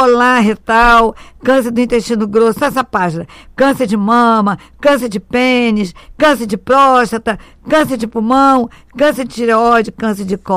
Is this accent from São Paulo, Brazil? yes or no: no; Rio de Janeiro, Brazil; accent: chiado carioca; moved away; Eu chio muito, né? Não sei, porque sou carioca.